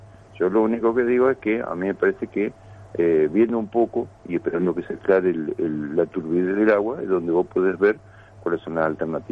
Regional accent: Argentina; nosotros, ¿cierto?, como sociedad argentina

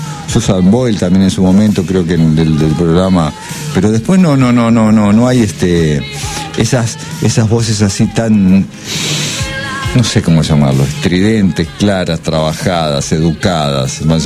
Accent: Chaco, Argentina; moved away; siempre quiero ir para mis pagos, para el Chaco

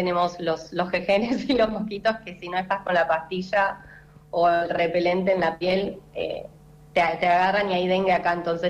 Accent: Chubut, Argentina; Pero soy de Chubut, entonces les tengo que explicar que es un estado, que está al sur de la Patagonia, que tenemos mar y montaña

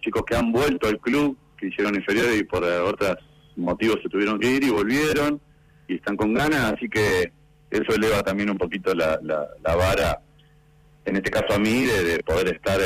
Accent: Comodoro Rivadavia, Chubut, Argentina; born there; also born or lived in Buenos Aires / Córdoba; Yo no soy acá de Comodoro, soy nacido en Buenos Aires, viví unos años en Córdoba y en el año 98 nos radicamos acá con mi familia, mis padres, mis hermanos en ese momento, acá en Comodoro

